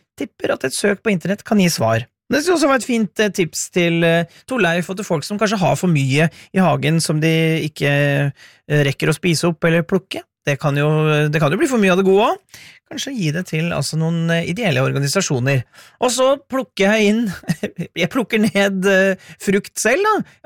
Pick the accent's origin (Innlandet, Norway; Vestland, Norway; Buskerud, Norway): Innlandet, Norway; Hamar; Jeg kommer jo fra Hamar, og der har vi jo et veldig kjent vikingskip.